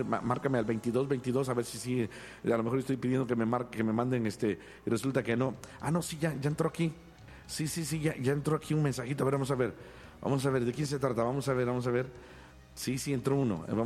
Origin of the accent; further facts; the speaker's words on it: Mexico; now in Monterrey, Mexico; soy originario de La Peña Colorada, pero bien, bien mexicano